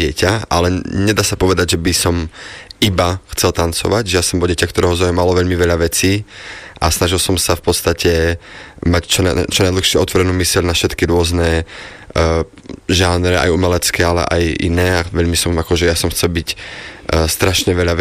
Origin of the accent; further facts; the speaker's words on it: Námestovo, Žilina Region, Slovakia; Keď som vyrastal na Námestove, tak treba povedať, že tie možnosti